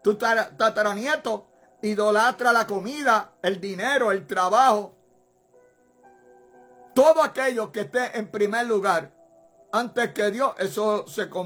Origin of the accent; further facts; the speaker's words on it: Puerto Rico; Yo no vine de Puerto Rico, yo vine del cielo. Lo que vino de Puerto Rico es este pedazo de carne viejo que tiene que volver al polvo de la tierra.